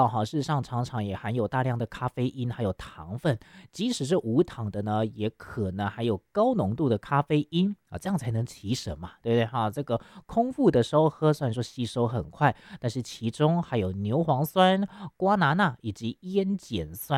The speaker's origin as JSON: {"language": "Chinese", "country": "Taiwan"}